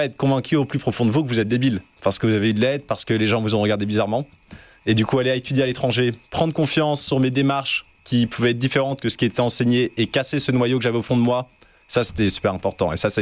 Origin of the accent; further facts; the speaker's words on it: France; born there; Mon papa est autrichien. Et je suis né en France.